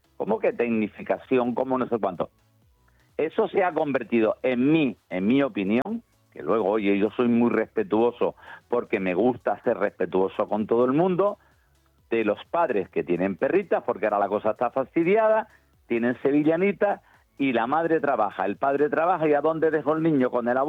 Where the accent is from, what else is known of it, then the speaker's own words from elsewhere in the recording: Icod de los Vinos, Canary Islands, Spain; now in San Sebastián, Spain; Yo venía de San Sebastián y venía de vacaciones a Tenerife, a mi pueblo, a Icó de los Vinos